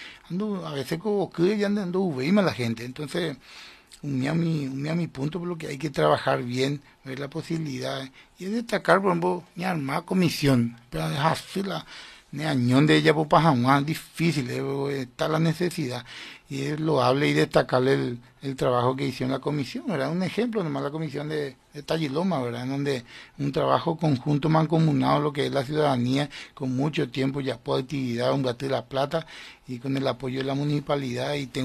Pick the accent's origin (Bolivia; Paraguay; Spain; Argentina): Paraguay; Carapeguá, Paraguarí; como ciudadano carapegüeño, como paraguayo que somos.